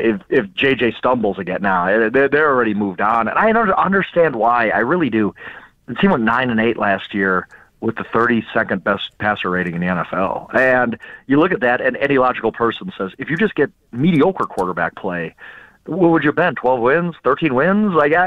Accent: Wisconsin, United States; moved away; I'm from Wisconsin.

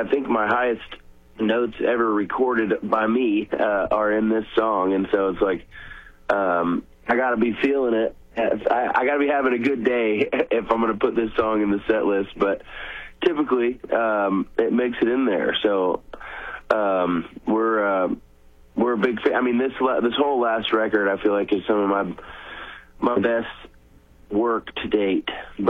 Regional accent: San Antonio, Texas, United States; now in Granbury, United States; I grew up in San Antonio, Texas. I'm currently living in Granbury, which is just south of Fort Worth up in North Texas.

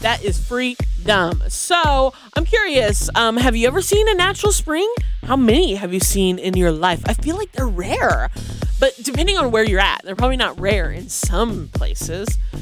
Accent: Illinois, United States; born or raised there; moved away

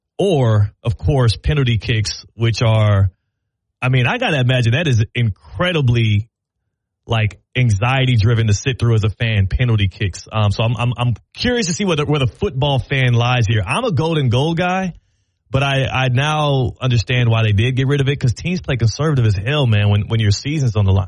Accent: Houston, Texas, United States; now in West Palm Beach, United States; my hometown of Houston, Texas.

